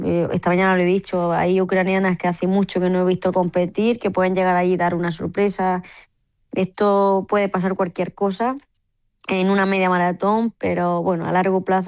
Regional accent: Granada, Andalusia, Spain; para mí, como granadina, estar a una hora de casa, pues es especial

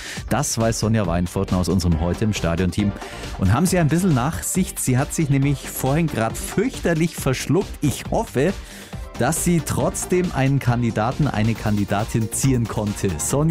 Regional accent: Baden-Württemberg, Germany; Okay, und man kann es ja auch auf die Seite legen, ein bisschen was sparen als Schwabe, oder? Das machen wir doch, wir Schwaben.

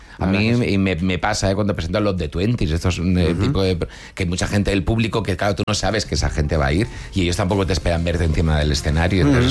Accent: Barcelona, Catalonia, Spain; moved away as an adult; now in Madrid, Spain; por ejemplo, yo soy de Barcelona, me vine a Madrid con 18 años.

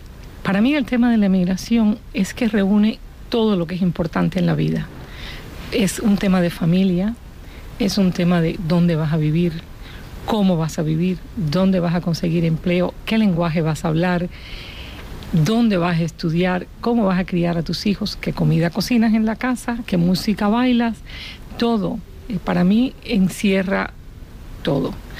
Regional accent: Cuba; Ciertamente yo soy cubana y siempre lo seré, pero la historia de mi familia es mucho más larga y más amplia que eso

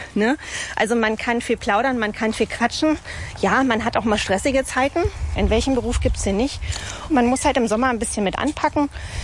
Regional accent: Werder, Brandenburg, Germany; Ich bin sozusagen hier groß geworden auf dem Platz

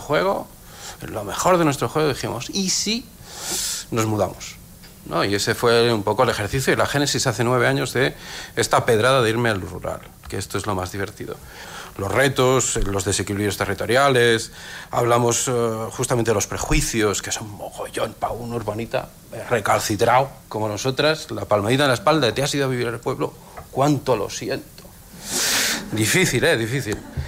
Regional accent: Ireland; also born or lived in Ibiza; now in Barcelona, Spain; Yo soy irlandés, medio ibicenco, en origen, de ahí el apellido, soy hijo de algún turístico, no tengo pueblo, yo no tenía pueblo, tenía centro turístico.

